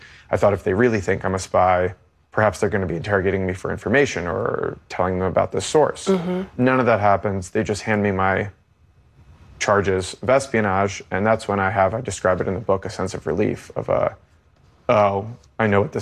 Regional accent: United States; And I'm an American journalist.

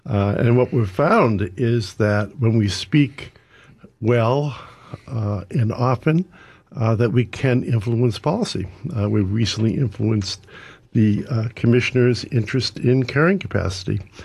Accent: Arlington, Massachusetts, United States; moved away as an adult; now in Cape Cod, United States; I'm a Massachusetts native. I grew up in Arlington, Massachusetts, not far from where Paul Revere rode by. I bought a house here in 2004

